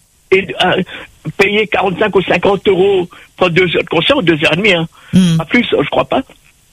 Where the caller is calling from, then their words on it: Île-de-France, France; Dans le 78.